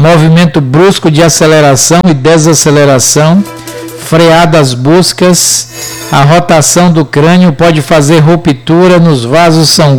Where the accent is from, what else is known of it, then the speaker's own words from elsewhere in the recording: Maragogipe, Bahia, Brazil; 3-0 para minha terrinha boa.